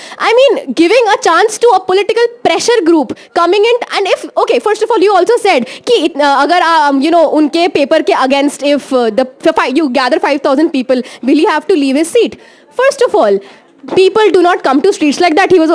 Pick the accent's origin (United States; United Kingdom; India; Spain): India; Rudrapur, Uttarakhand; I am from Rudrapur in Uttarakhand. It's the smallest city you would have never even heard of.